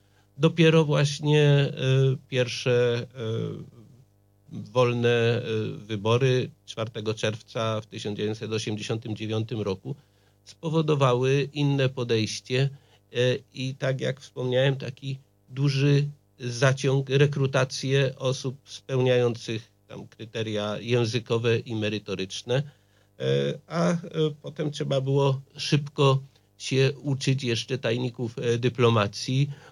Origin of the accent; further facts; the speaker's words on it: Tarnów, Lesser Poland, Poland; moved away as an adult; also born or lived in Dresden, Germany; Urodziłem się w małej wiosce na południu Polski, 30 kilometrów od Tarnowa. Później przenieśliśmy się z rodzicami do Tarnowa.